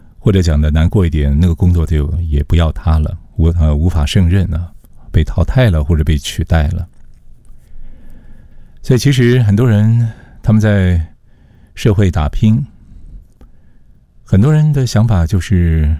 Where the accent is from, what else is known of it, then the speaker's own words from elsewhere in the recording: Taiwan; 当时的我们的台湾社会，我们很多听友呢都是在那个年代长大的